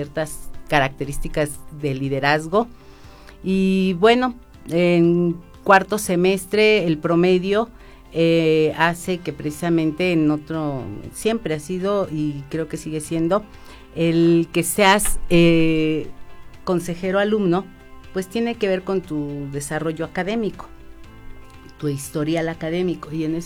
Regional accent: Tulancingo, Hidalgo, Mexico; tienes conocidos en Tulancingo, porque soy originaria de Tulancingo

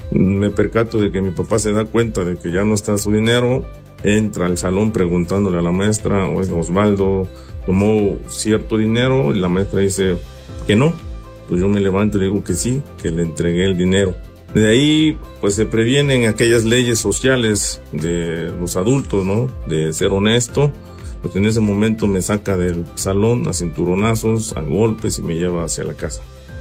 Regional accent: Tlapa de Comonfort, Guerrero, Mexico; born there; Yo soy del 6 de abril de 1988. Y para ello, en el lugar donde nacimos, aquí en Tlapa de Comonfort, Guerrero

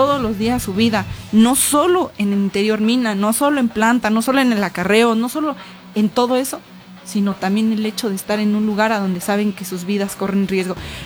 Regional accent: Zimapán, Hidalgo, Mexico; moved away as an adult; pero pues yo tenía que venir a Zimapán, yo tenía que venir a ver a mi familia. El hecho de viajar y llegar a la ciudad, yo al final de cuentas soy una chica de pueblo, ¿no?

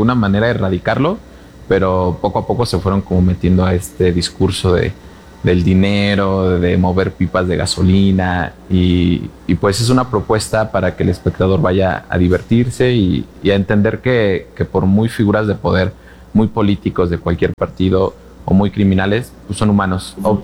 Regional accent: Tezontepec de Aldama, Hidalgo, Mexico; Yo soy de Tezontepec de Aldama, un municipio aledaño

